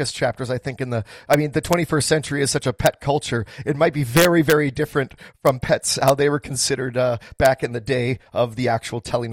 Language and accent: English; North Vancouver, British Columbia, Canada; my hometown of North Vancouver, British Columbia.